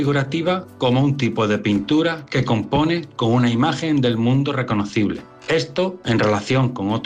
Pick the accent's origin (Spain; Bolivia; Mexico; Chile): Spain; Jerez de la Frontera, Andalusia; also born or lived in Seville; Mi vocación artística nació antes, en Jerez de la Frontera, de donde soy. Vengo de una familia de pintores.